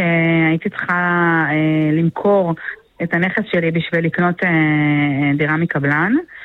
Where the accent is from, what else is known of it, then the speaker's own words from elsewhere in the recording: Rishon LeZion, Central District, Israel; אני מראשון.